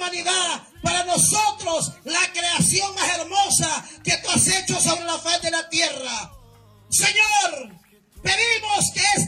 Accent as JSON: {"language": "Spanish", "town": "Sulaco", "region": "Yoro", "country": "Honduras", "tie": "born or raised there", "said": "mi pueblo Sulaco, que me vio nacer y que me vio crecer. ¡Viva Honduras! ¡Viva Sulaco!"}